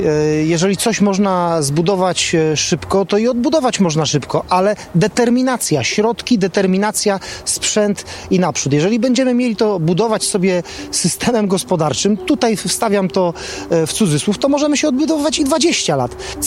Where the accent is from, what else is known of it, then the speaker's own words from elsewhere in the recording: Bodzanów, Opole Voivodeship, Poland; Ja akurat jestem z Bodzanowa